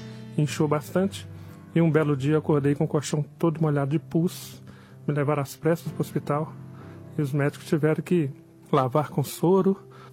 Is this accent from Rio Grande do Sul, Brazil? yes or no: no; Minas Gerais, Brazil; Sou mineiro, com apenas 13 anos de idade.